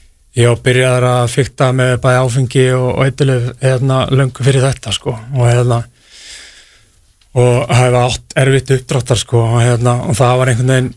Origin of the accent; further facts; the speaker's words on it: Akranes, Western Region, Iceland; Ég kem frá Akranesi og það gerist það Akranesi sem er lítið hérna, samfélag sko.